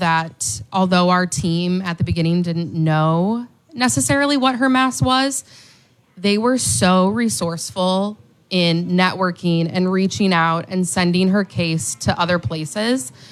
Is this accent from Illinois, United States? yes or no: yes; Geneseo, Illinois, United States; We're from Geneseo, Illinois.